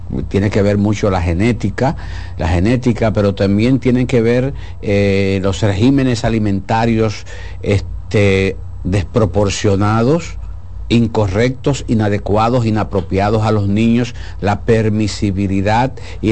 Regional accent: Villa Jaragua, Bahoruco, Dominican Republic; born there; also born or lived in Santiago Rodríguez; now in Santo Domingo, Dominican Republic; Yo nací en Villajaragua, Neiva, provincia Bahoruco.

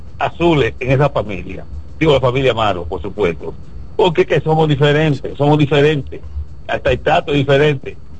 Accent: Gaspar Hernández, Espaillat, Dominican Republic; yo soy de Gaspar Hernández, y en Gaspar Hernández todo el mundo es aguilucho

